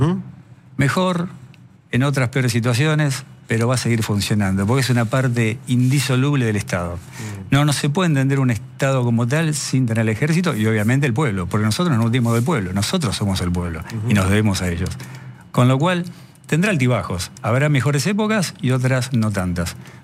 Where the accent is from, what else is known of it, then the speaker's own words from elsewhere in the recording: Rosario, Santa Fe, Argentina; Oriundo Rosario, Santa Fe